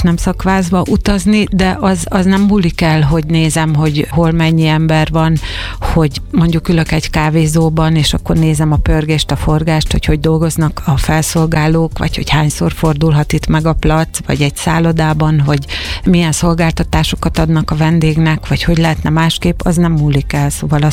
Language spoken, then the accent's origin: Hungarian; Hungary; én vidéki lány vagyok, és abban a korban születtem, meg voltam vidéki lány